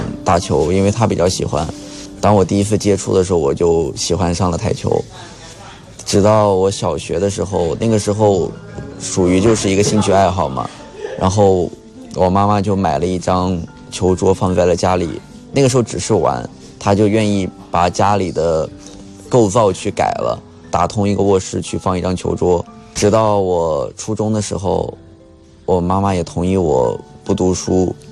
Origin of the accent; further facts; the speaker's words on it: Lanzhou, Gansu, China; born there; 我是甘肃兰州出生的，